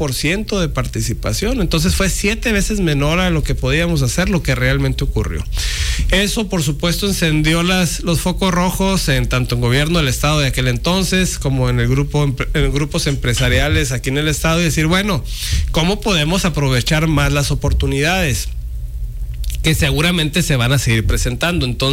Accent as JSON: {"language": "Spanish", "region": "Sonora", "country": "Mexico", "also_born_or_lived": "Nuevo León", "moved": "yes", "said": "siendo sonorense, me invitan a venir acá a Sonora"}